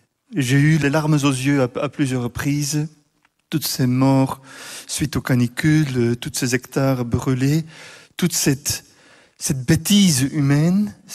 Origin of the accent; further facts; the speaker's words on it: Bruges, Flanders, Belgium; Moi je viens de Bruges